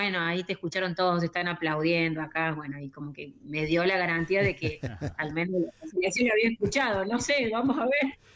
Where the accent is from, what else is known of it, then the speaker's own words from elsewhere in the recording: Buenos Aires, Argentina; born there; now in Córdoba, Argentina; Soy de Córdoba.